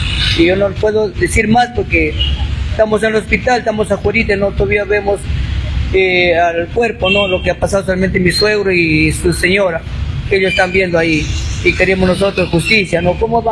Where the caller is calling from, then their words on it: Chota, Cajamarca, Peru; somos de Chota